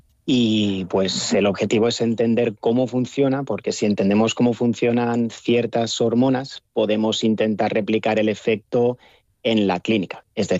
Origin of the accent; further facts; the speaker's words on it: Spain; moved away as an adult; now in Bonn, Germany; yo no soy el único español aquí en Bonn